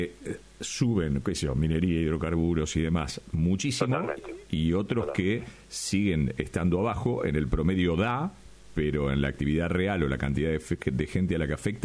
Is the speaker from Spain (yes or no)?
no; Rauch, Buenos Aires Province, Argentina; Por mi pueblo.